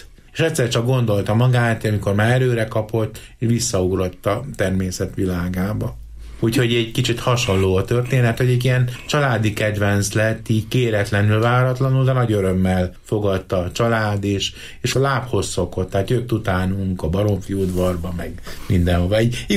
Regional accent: Domoszló, Heves, Hungary; moved away; also born or lived in Gyöngyös; ahogy én ott laktam konkrétan a Mátra lábánál, a Széchenyi utcában, Domoszlón. Kezdjük azzal, hogy eleve a Mátrában születtem Gyöngyösön

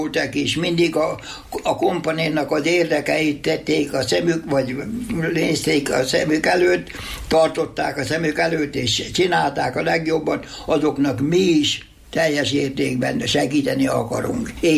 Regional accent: Hungary; moved away as an adult; now in Australia; Én voltam az első magyar

